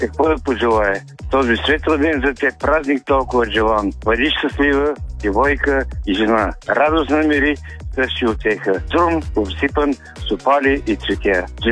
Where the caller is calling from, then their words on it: Burgas, Burgas Province, Bulgaria; от Бургас съм.